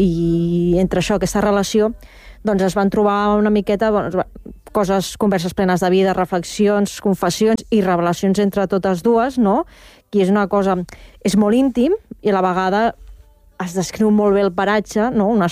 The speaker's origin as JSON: {"language": "Catalan", "region": "Catalonia", "country": "Spain", "said": "És que el tema també ens interpel·la com a catalans."}